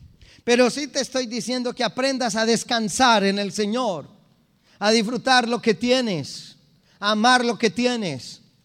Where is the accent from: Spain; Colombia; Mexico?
Colombia; Yo soy feliz, soy colombiano, me siento feliz de serlo.